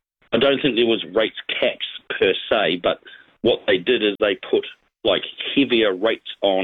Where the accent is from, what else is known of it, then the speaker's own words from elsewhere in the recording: Christchurch, Canterbury, New Zealand; moved away as an adult; now in Central Coast, Australia; I am a one-eyed Cantabrian.